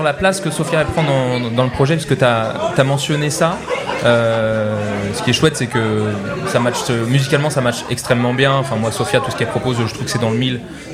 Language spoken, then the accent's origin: French; Rouen, Normandy, France; même si nous, on est originaire de Rouen. Bah en fait voilà, on est vraiment à cheval entre Paris et Rouen